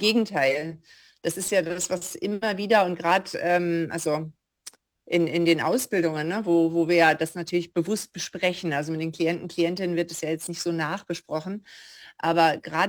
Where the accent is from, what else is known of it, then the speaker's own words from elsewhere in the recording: Hamburg, Germany; moved away as an adult; now in Graz, Austria; Und der Beginn war in Hamburg tatsächlich, also annähernd meiner Heimat. Also ich komme aus der Nähe und bin aber mit 50 Jahren vorrangig nach Graz gezogen, der Liebe wegen